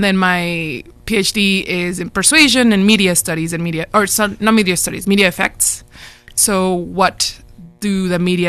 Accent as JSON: {"language": "English", "town": "Monterrey", "region": "Nuevo León", "country": "Mexico", "tie": "born or raised there", "moved": "yes", "said": "Okay, so I grew up in Monterrey, Mexico. That's in the north of Mexico. It's very much kind of like Texas, but just Mexican."}